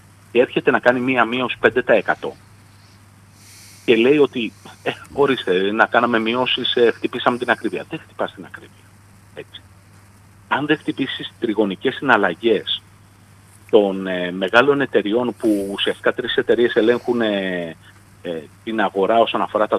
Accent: Greece; Εγώ σαν Έλληνας

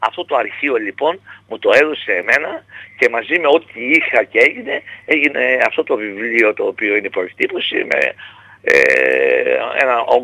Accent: Vavdos, Central Macedonia, Greece

